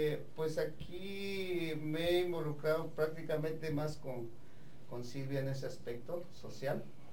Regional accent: Veracruz, Mexico; also born or lived in Oaxaca; Soy originario de Veracruz, sí.

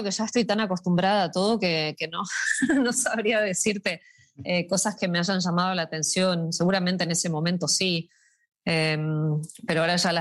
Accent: Buenos Aires, Argentina; also born or lived in Uruguay; Yo soy de Buenos Aires, pero tengo un acento medio raro porque viví muchos años en Uruguay

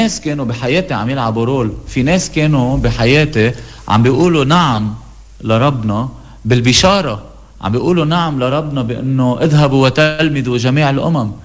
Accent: Lebanon; أنا شاب لبناني

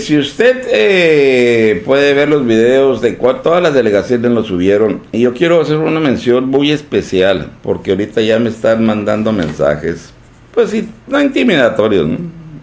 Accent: Mexico; Pues es que yo soy del Valle, ¿no? De hecho, mucho tiempo viví en el 43

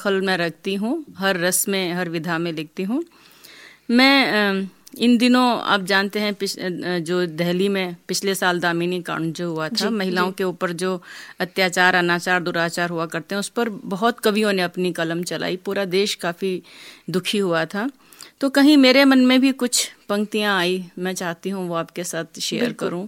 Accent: Rajasthan, India; मैं राजस्थान से आई हूँ और हमारा राजस्थान आप जानती हैं रेगिस्तान के लिए भी जाना जाता

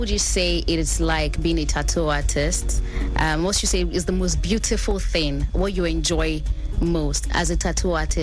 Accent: Nigeria; And I think that's the beautiful part about being a Nigerian. We're proud Nigerians.

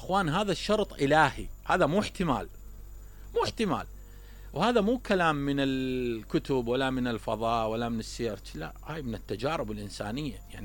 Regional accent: Iraq; احنا كعراقيين عشناها مثلا، العالم كله عاشة، بس انا رحت للمثال الأقرب

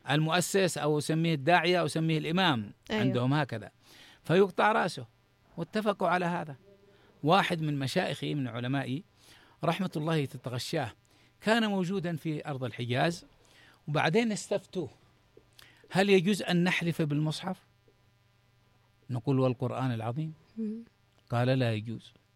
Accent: Yemen; عندنا في اليمن

